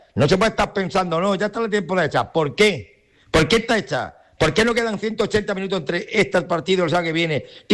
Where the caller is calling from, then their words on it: Almería, Andalusia, Spain; yo soy demasiado almeriense